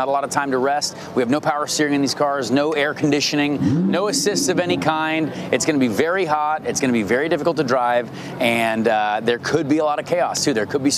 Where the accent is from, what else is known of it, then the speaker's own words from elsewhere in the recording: Indiana, United States; I'm born and raised in Indiana, so I've always had a heart for the Indy 500